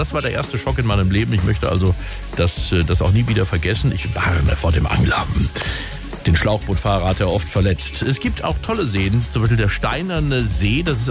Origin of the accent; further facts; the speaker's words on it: Rhineland-Palatinate, Germany; Solche Grammatikfallen gibt es natürlich auch im Westerwald gerade, wo ich herkomme